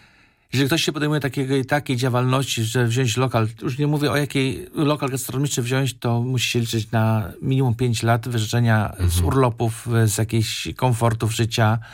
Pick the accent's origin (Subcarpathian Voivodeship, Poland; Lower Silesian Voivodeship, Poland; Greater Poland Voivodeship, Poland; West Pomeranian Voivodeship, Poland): West Pomeranian Voivodeship, Poland; Szczecin; now in Berlin, Germany; przyjechałem do Berlina w 2000. Jestem już kupę lat w Berlinie i też na dzielnicy Schöneberg. No jak przyjechałem to z Polski, ze Szczecina, to całkiem inny świat.